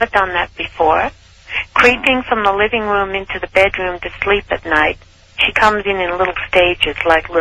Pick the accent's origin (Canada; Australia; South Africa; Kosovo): Australia; now in Arizona, United States; I'm originally from Australia.